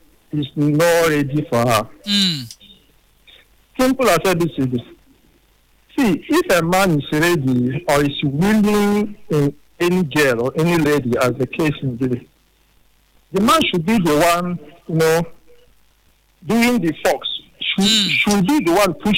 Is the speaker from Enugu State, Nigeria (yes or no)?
yes; Enugu, Enugu State, Nigeria; from Enugu.